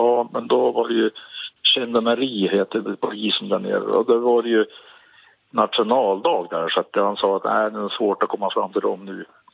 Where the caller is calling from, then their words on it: Jämtland County, Sweden; solen här är väl ungefär som hemma i Jämtland.